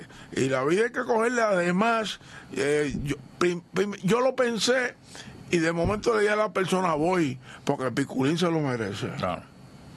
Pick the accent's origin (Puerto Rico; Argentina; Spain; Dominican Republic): Puerto Rico; Canóvanas; also born or lived in Río Piedras; now in Carolina, Puerto Rico; yo nací en Río Piedra, pero soy de Canóvana y vivo en Villa Carolina, en la Sexta.